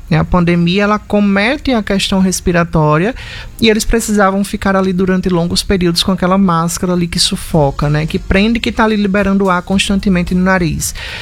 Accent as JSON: {"language": "Portuguese", "town": "Triunfo Potiguar", "region": "Rio Grande do Norte", "country": "Brazil", "moved": "as an adult", "lives_now": "Mossoró, Brazil", "said": "Eu sou de Triunfo Potiguar. Triunfo Potiguar é uma cidade aqui do interior de 3 mil habitantes. É uma cidade pequena e aí eu me mudo em 2014 para uma cidade de 300 mil habitantes, que é Mossoró."}